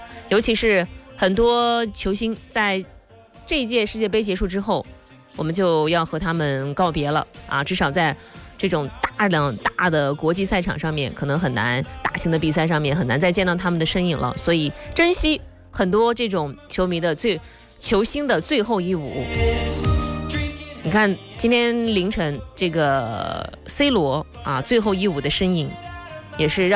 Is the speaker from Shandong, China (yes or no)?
yes; Shandong, China; 我们山东人